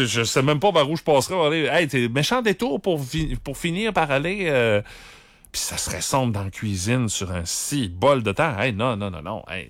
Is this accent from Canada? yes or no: yes; Quebec, Canada